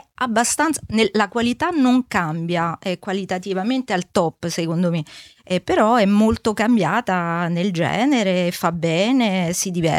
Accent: France; Da piccola in Francia mi piaceva meno, non riuscivano a pronunciarlo, allora

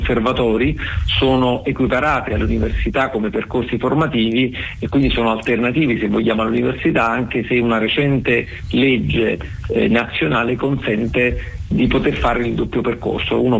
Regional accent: Naples, Campania, Italy; accent: Neapolitan; Io sono di origini napoletane, come probabilmente si potrà sentire dal mio accento

